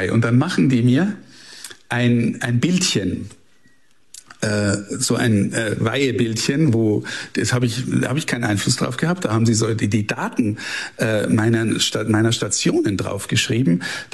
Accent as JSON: {"language": "German", "town": "Amberg", "region": "Bavaria", "country": "Germany", "tie": "born there", "moved": "yes", "lives_now": "Passau, Germany", "said": "ich bin in Amberg in der Oberpfalz geboren. Und wo bin ich geboren? Im Marienkrankenhaus. Und wo ist es? Unter dem Maria-Hilfberg in Amberg."}